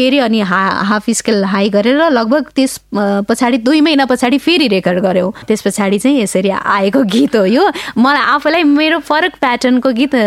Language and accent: Nepali; Devdaha, Lumbini Province, Nepal; moved away as an adult; also born or lived in Butwal; now in Kathmandu, Nepal; मेरो जन्म चाहिँ देवदह रूपन्देहीमा भयो, बाल्य अवस्था पनि त्यहीँ बित्यो, मेरो पढाइ प्लस टू लेभलसम्म त्यहीँ भयो। त्यस पश्चात चाहिँ म पढाइकै लागि मेरो दिदीहरू यतै हुनुहुन्थ्यो काठमाडौँमै, यतै पढौँ भनेर यतै आइयो।